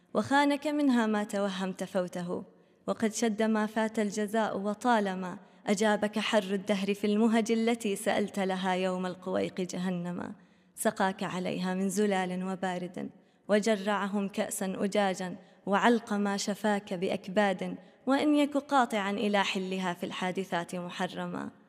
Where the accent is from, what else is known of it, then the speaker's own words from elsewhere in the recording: Jordan; also born or lived in Ramallah, Palestine (ancestry); now in Doha, Qatar; نعم، أنا من الأردن.